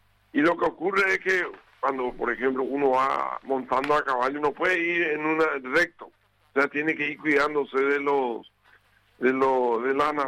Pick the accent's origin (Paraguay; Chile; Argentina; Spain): Paraguay; Chaco; mi experiencia de años, porque yo me crecí en el Chaco